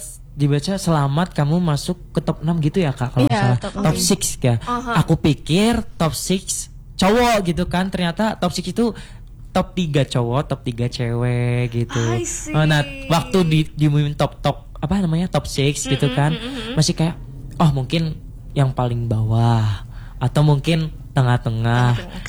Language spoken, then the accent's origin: Indonesian; Cilacap, Central Java, Indonesia; Nah, awalnya itu kan dulu kan masih di Cilacap ya, Kak. Saya asli Cilacap, by the way.